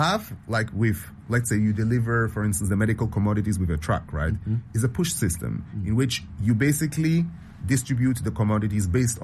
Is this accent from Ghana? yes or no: yes; Ghana; Firstly, for myself, I'm Ghanaian, and I want to drive modern 21st century technologies in Ghana, right?